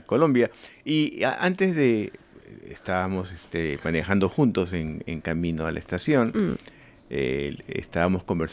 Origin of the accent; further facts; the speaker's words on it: Lima, Peru; moved away; yo nací y crecí en Lima, una ciudad que tiene un clima monótono.